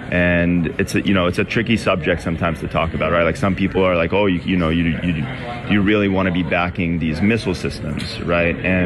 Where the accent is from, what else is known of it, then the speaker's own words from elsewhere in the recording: Malta; now in United States; I was born and raised in Malta, the tiny island in the Mediterranean. I grew up with a dream myself, which was very simple. It was to move to the United States and become American.